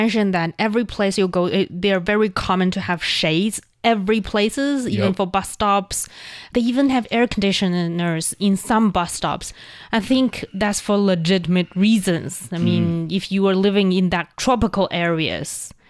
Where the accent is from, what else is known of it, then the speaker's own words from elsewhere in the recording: Inner Mongolia, China; now in Beijing, China; I remember growing up in Inner Mongolia, the highest temperature I experienced would be like 35 degrees.